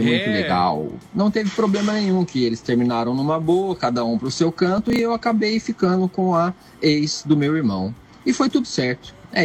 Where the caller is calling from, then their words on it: Lorena, São Paulo, Brazil; Sou de Lorena, interior de São Paulo.